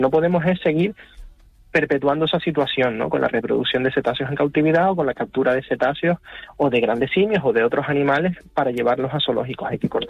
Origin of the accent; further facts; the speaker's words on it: Canary Islands, Spain; somos en Canarias el lugar de sacrificio